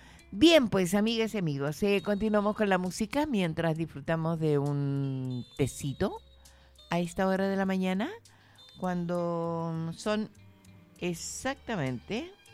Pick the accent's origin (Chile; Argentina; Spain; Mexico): Chile; Santa Cruz, O'Higgins; now in San Fernando, Chile; Yo fui nacida en Santa Cruz. Eso mismo. Gracias, compañero, compañerito. Oriunda de Santa Cruz. Un abrazo grande, cariñoso para mi ciudad natal y mi ciudad adoptiva, digo, San Fernando.